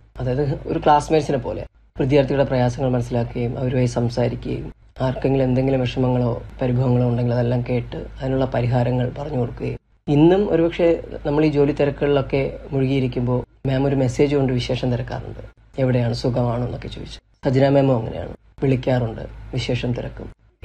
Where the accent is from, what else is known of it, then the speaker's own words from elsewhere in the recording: Balaramapuram, Kerala, India; തിരുവനന്തപുരം ബാലരാമരം സ്വദേശിയാണ്. ഞാൻ ഡിഗ്രി പഠിച്ചത് തിരുവനന്തപുരം യൂണിവേഴ്സിറ്റി കോളേജിലാണ്.